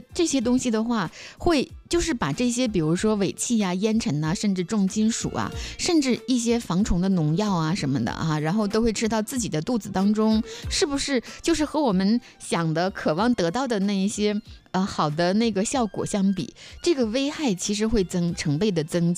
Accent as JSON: {"language": "Chinese", "town": "Dalian", "region": "Liaoning", "country": "China", "tie": "born or raised there", "said": "我小的时候在大连，"}